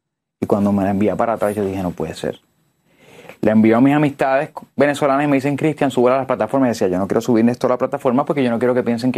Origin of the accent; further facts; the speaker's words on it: Puerto Rico; Yo llegaba a Puerto Rico y decían, ¿tú eres caraqueño? Y yo, no, soy puertorriqueño, pero porque tú hablas así. Me cambió el acento.